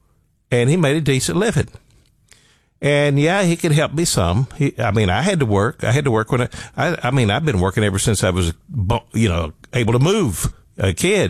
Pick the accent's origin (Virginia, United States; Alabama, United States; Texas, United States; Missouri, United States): Alabama, United States; You know, I grew up in Northeast Alabama on a mountain.